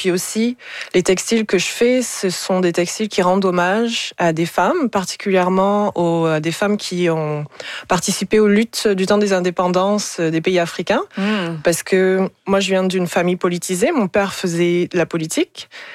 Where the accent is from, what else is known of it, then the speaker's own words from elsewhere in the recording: Gabon; Moi, j'ai grandi au Gabon.